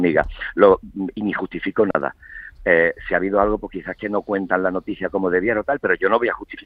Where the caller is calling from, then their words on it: Spain; somos españoles y somos ciudadanos de la Unión Europea.